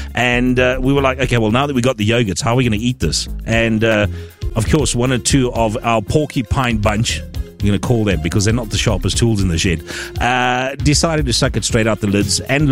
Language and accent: English; Gauteng, South Africa; So I'm from the West Rand.